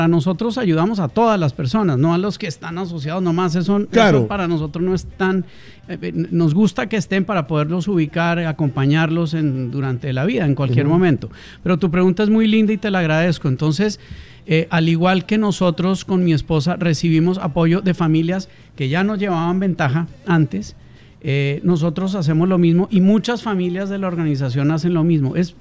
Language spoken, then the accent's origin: Spanish; Colombia; moved away as an adult; now in Peru; Yo tengo 30 años en Perú, yo soy de Colombia, 30 años en Perú